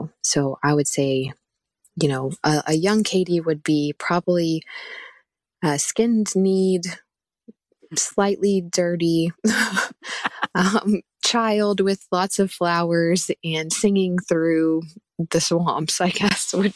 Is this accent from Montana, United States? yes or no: no; Leesburg, Florida, United States; born or raised there